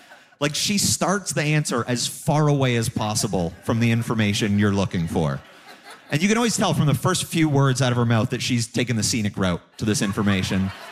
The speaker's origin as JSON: {"language": "English", "town": "Hamilton", "region": "Ontario", "country": "Canada", "tie": "born or raised there", "moved": "yes", "said": "I'm from Hamilton originally"}